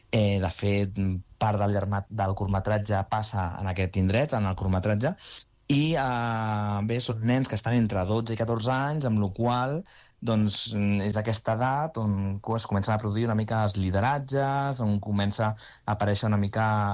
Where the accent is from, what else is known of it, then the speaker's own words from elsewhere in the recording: Castellazuelo, Aragon, Spain; I dic, ostres, és que no he rodat mai al meu poble, a Castellazuelo, i em feia moltíssima il·lusió.